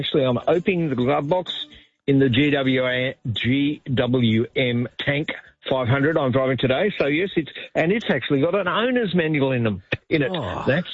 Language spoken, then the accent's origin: English; Sydney, New South Wales, Australia; I grew up in and around Sydney